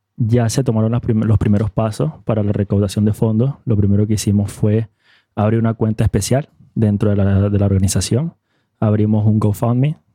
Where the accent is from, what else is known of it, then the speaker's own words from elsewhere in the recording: Venezuela; Es una realidad que, como venezolano y con otras personas venezolanas, hemos hablado de cómo se puede canalizar de esto de manera más transparente.